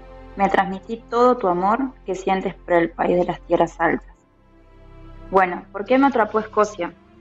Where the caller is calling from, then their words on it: Argentina; de Argentina.